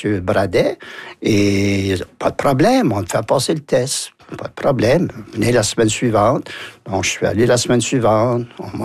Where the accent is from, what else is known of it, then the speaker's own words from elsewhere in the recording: Canada; accent: Canadian; Ah, il y a un accent canadien.